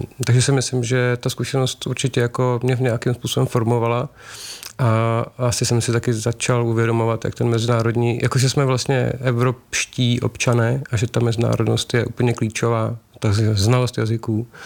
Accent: Úsilné, South Bohemian Region, Czechia; moved away as an adult; also born or lived in Prague / Plzeň; já jsem odsaď z Budějic, já jsem z Úsilného vesničky, nedaleko Budějovic, kde můj tatínek je starostou vlastně od revoluce, a já jsem tady chodil na základku a na gympl

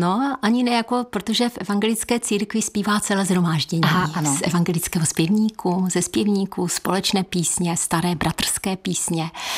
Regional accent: Střítež nad Bečvou, Zlín Region, Czechia; born there; moved away; also born or lived in Nový Jičín; Já pocházím z Valašska, přímo. Já jsem se narodila ve Stříteži nad Bečvou a potom jsme se přestěhovali do Nového Jičína, ale jsem Valašská, můj manžel je z Velké Lhoty, takže my jsme taková Valašská.

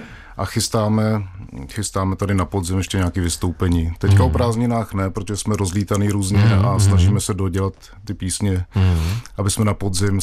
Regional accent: Ostrava, Moravian-Silesian Region, Czechia; now in Liberec Region, Czechia; Já nejsem rodák, já jsem rodák z Ostravy.

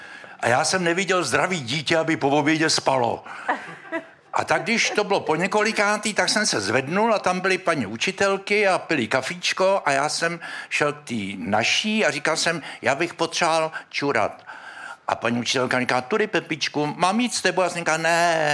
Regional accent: Kadaň, Ústí nad Labem Region, Czechia; also born or lived in Vysočina; 45. rok a my jsme se přestěhovali z Vysočiny do Kadaně, to bylo pohraničí, to byly Sudety vlastně a měsíc po válce, jo.

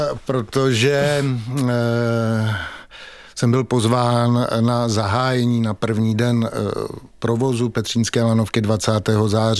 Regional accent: Prague, Czechia; Já když jsem byl kluk a vyrůstal jsem v Praze na Starém Městě

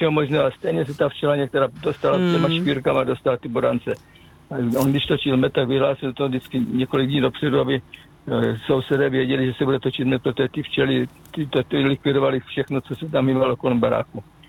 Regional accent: Žeravice, South Moravian Region, Czechia; moved away; also born or lived in Kyjov; První místo moje na světě se jmenuje Žeravice, obec Žeravice.

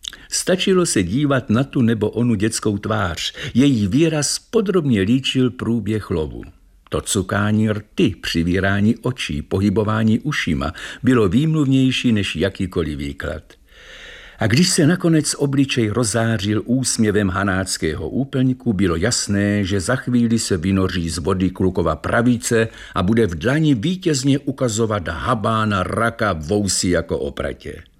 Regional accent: Kroměříž, Zlín Region, Czechia; Mé rodné město Kroměříž spojilo své neskrovné osudy s řekou, která není ani široká, ani úzká, ani hluboká, ani mělká. A v dobách mého dětství voněla čistotou.

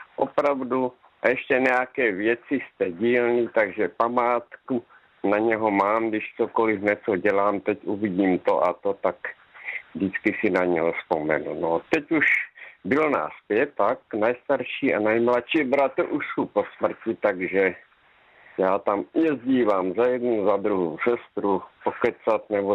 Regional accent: Zlín Region, Czechia; born there; now in Topolná, Czech Republic; tady v Topolné, ale pocházím z Luku.

